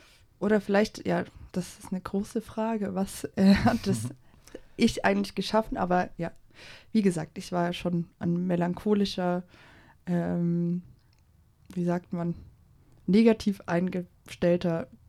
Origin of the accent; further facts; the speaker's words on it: Glauchau, Saxony, Germany; now in Leipzig, Germany; Ja, ich bin im sächsischen Umland aufgewachsen. Ja, was soll man dazu sagen? relativ unspannend, eine kleine Vorstadt, sehr industriell geprägt